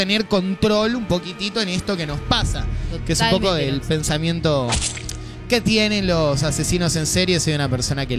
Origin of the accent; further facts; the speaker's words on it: Argentina; Qué bendecido que somos los argentinos en cuanto al fútbol se refiere, ¿eh?